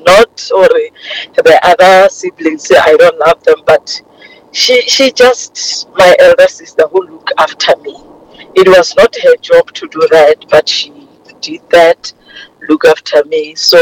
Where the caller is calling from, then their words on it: Limpopo, South Africa; Limpopo, we are from Limpopo.